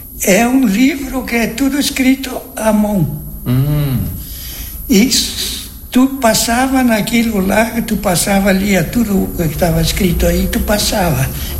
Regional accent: Vila Maria, Rio Grande do Sul, Brazil; born there; Eu nasci mesmo lá no Orsato.

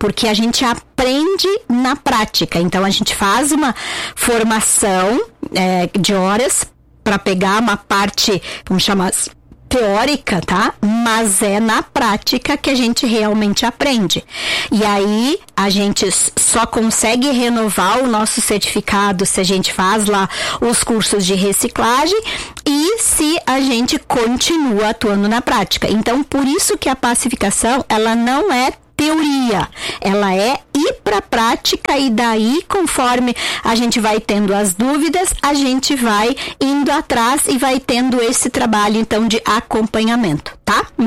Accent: Nova Petrópolis, Rio Grande do Sul, Brazil; also born or lived in Porto Alegre; now in Nova Prata, Brazil; eu venho de Porto Alegre, eu sou de Nova Petrópolis, morava em Porto Alegre e agora estou aqui em Nova Prata.

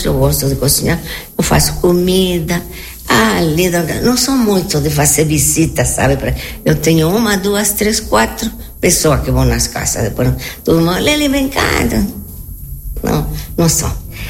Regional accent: Argentina; Portuguese is a second language; now in Brazil; E naquela época eu vim, vim da Argentina, mas como eu não era naturalizada

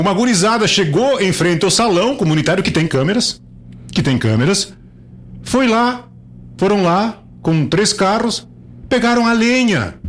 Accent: Rio Grande do Sul, Brazil; lá na linha Garibaldi, na minha terra lá

